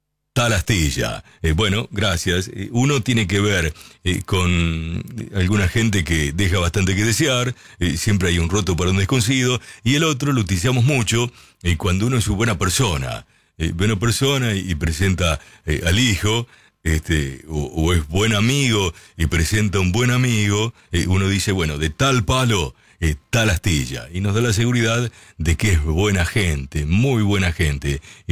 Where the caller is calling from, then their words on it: Santiago del Estero, Argentina; de Santiago del Estero, siempre te escucho